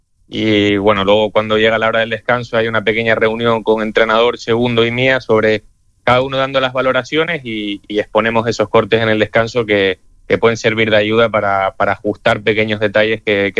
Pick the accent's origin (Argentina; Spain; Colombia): Spain; Tenerife, Canary Islands; moved away as an adult; now in Madrid, Spain; yo soy de aquí, de Tenerife, he vivido pues hasta los 18 años en Tenerife y evidentemente tengo prácticamente toda mi familia aquí, todos mis amigos, mi entorno más cercano y evidentemente que lo echo de menos, pero estoy muy a gusto ahora en Madrid